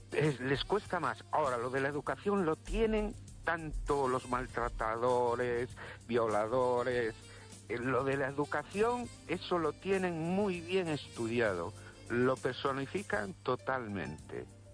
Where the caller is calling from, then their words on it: Ourense, Galicia, Spain; Buenas noches, Esther y oyentes. … de Orense.